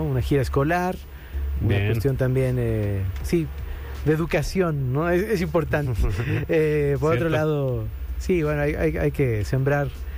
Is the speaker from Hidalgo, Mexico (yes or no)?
yes; Tulancingo, Hidalgo, Mexico; moved away; Mi tierra natal, ¿no? También que es Hidalgo